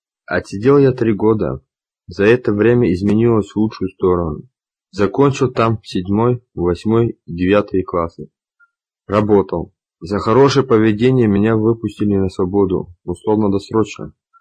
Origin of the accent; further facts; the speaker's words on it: Jelgava, Zemgale, Latvia; Сам я из Елгавы.